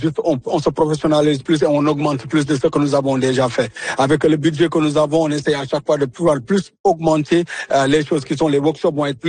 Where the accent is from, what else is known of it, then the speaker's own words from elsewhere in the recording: Senegal; now in Toronto, Canada; Ben écoute, moi en tant que Sénégalais, c'est un plaisir de retrouver les Sénégalais qui sont pas nombreux à Toronto déjà